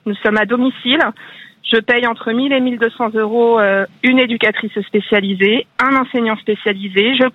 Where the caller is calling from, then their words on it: Couëron, Pays de la Loire, France; Alors, je vous appelle de Couëron, à côté de Nantes, département de Loire-Atlantique.